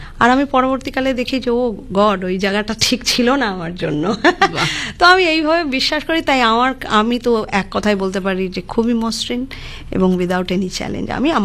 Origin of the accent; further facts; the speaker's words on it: Chittagong, Chittagong Division, Bangladesh; moved away; আমি এখন যেখানে থাকি, দেখুন আমি চট্টগ্রামের মানুষ, কিন্তু আমি এখন যেখানে থাকি সেই মানে কমিউনিটিটা পুরোটাই সিলেটিদের কমিউনিটি।